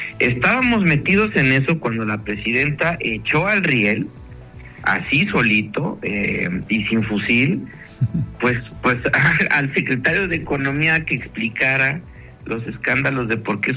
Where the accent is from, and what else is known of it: Mexico